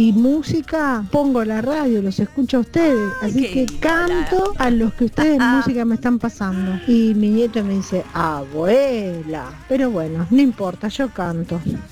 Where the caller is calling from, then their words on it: Buenos Aires, Argentina; acá de Boedo, en el negocio.